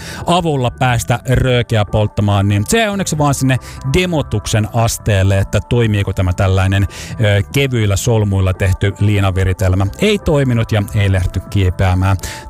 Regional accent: Forssa, Tavastia Proper, Finland; moved away; oma kotikaupunkini tuolloin, eli Forssa.

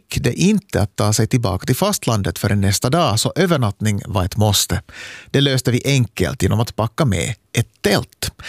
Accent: Korsholm, Ostrobothnia, Finland; jag är uppväxt i Smedsby Korsholm

